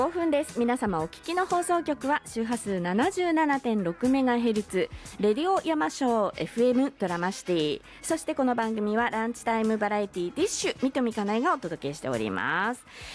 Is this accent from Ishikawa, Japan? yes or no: no; Hokkaido, Japan; 私たちの北海道の暮らしにはもう欠かせない、